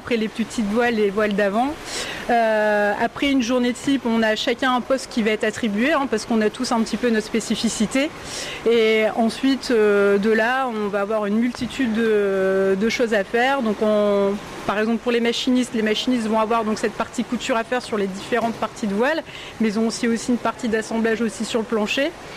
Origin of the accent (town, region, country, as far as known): Hauts-de-France, France